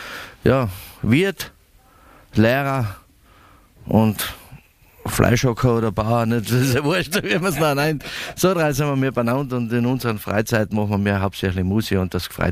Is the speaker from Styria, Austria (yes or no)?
yes; St. Peter am Kammersberg, Styria, Austria; Wir sind aus einem schönen Bezirk Mura, genau gesagt aus St. Peter am Kammersberg. Das grünste Herz von der Steiermark, St. Peter am Kammersberg, am Fuße des Kreimes.